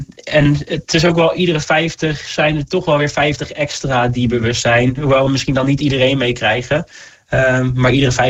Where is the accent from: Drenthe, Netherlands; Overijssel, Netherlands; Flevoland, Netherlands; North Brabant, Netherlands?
Flevoland, Netherlands; Zeewolde; ik kom uit Zeewolde